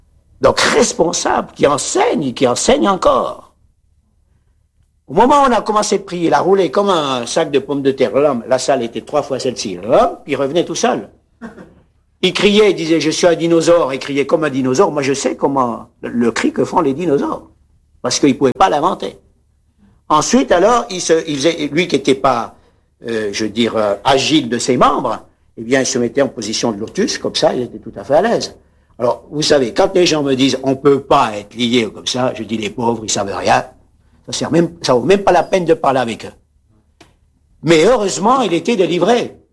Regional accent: France; born there; Moi, je suis né à Trablan, ici à côté.

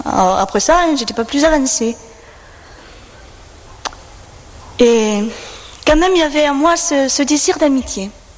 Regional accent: Nîmes, Occitanie, France; je viens de Nîmes, j'y suis née et j'ai grandi 60 ans, dans une famille où il n'y avait pas une foi vivante, où disons Dieu existait vaguement.

